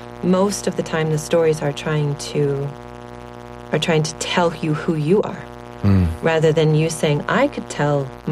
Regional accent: Anchorage, Alaska, United States; Inupiaqarunga … I grew up in Anchorage, Alaska.

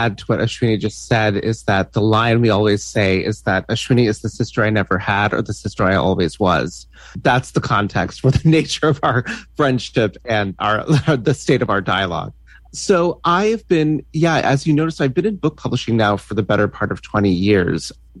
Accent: Cincinnati, Ohio, United States; moved away; back in Cincinnati, Ohio, where I grew up

